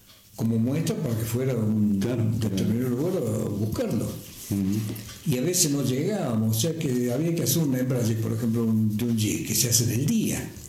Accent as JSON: {"language": "Spanish", "town": "Río Cuarto", "region": "Córdoba", "country": "Argentina", "tie": "born there", "moved": "as an adult", "lives_now": "El Pacorral, Argentina", "said": "82, tengo 55 en el Bacorral, quiere decir que 27 años de Río Cuarto, de Higuera y Río Cuarto"}